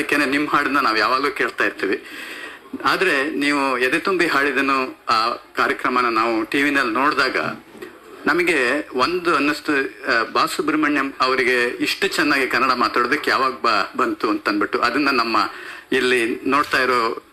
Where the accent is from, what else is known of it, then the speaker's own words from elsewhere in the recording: Karnataka, India; now in Sydney, Australia; ನಾವು ಕನ್ನಡ ನಮ್ಮ ಕನ್ನಡ ಬಾಂಧವರು ಬಹಳ ಜನ ಇದ್ದಾರೆ ಸಿಡ್ನಿನಲ್ಲಿ. ನಾವು ಕನ್ನಡಿಗರೆಲ್ಲ ಹೊರಗೆ ಬಂದ್ಬಿಟ್ಟು